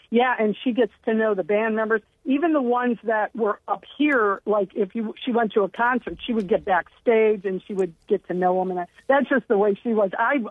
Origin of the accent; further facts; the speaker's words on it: Aurora, Ohio, United States; And I followed bands like … because I grew up in Aurora.